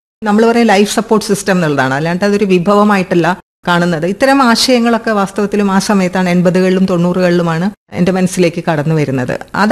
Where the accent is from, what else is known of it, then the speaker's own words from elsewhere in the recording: Kodakara, Kerala, India; ഞാൻ ജനിച്ച തൃശ്ശൂർ ജില്ലയിലെ കൊടകര എന്ന് പറയുന്ന ഒരു ഗ്രാമപ്രദേശത്താണ്. അപ്പൊ അങ്ങനെ പ്രകൃതിയിൽ കളിച്ചു വളർന്ന്